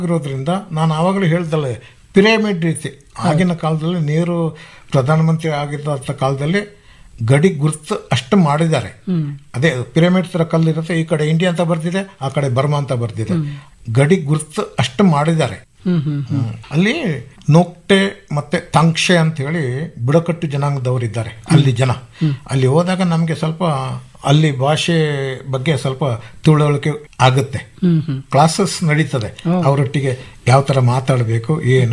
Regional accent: Kodagu, Karnataka, India; ನಾವು ಕೊಡಗಿನಲ್ಲಿ ಕಾಡಲ್ಲಿ ಬೆಳೆದವರು ಹಾಗಾಗಿ ನಮ್ಗೆಲ್ಲ ಗೊತ್ತಿತ್ತು.

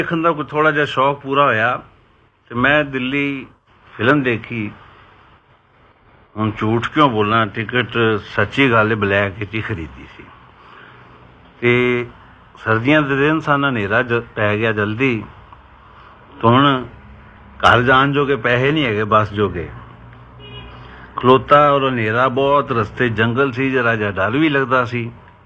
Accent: Punjab, India; ਮੈਂ ਕਿਹਾ ਸਰਦਾਰ ਜੀ ਮੈਂ ਪੰਜਾਬੀ ਹਾਂ, ਮੈਂ ਐਕਟਰ ਹੈਗਾ।

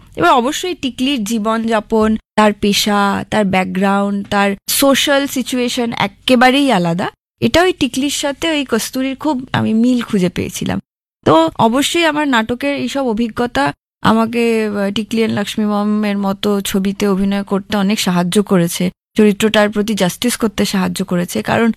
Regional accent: West Bengal, India; তো সেই ক্ষেত্রে আই গট লাকি যে আমি বাঙালি।

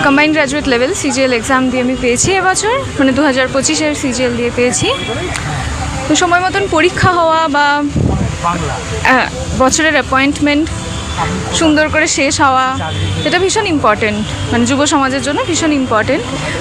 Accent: Barrackpore, West Bengal, India; ব্যারাকপুর থেকে আসছি।

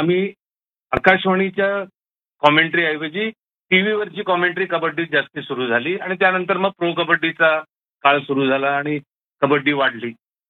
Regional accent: Sangli, Maharashtra, India; मी मूळचा आहे सांगलीचा

